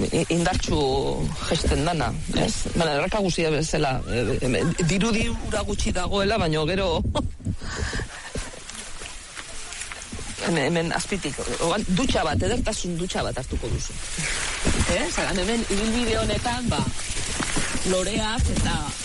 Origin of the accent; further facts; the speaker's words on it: Astigarraga, Basque Country, Spain; Ni txikitan pentsatzen badet, ba nere oroitzapena beti daude Astigarragakoa naiz, Antillo Mendin, da belarretan, eta nola etxeak egiten genituen, eta, osea, nere haurtzaroa natura da.